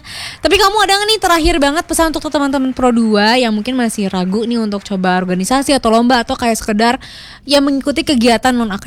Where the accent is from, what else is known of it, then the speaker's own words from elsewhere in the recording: Purwokerto, Central Java, Indonesia; Iya, Jawa. Ya, Jawa Tengah, aku di Purwokerto.